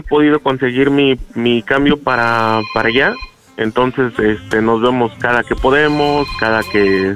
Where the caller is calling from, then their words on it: Morelos, Mexico; yo soy de Morelos y ella es de Oaxaca.